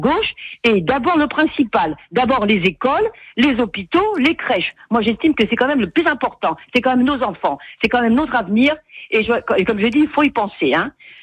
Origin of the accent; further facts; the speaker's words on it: Corsica, France; Je trouve ça inadmissible que dans certaines écoles de chez nous en Corse, il n'y a pas la clim.